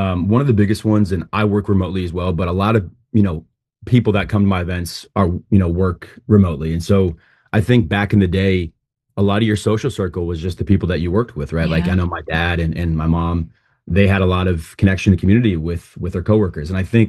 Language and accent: English; Arizona, United States; moved away as an adult; now in Chicago, United States; I grew up in Arizona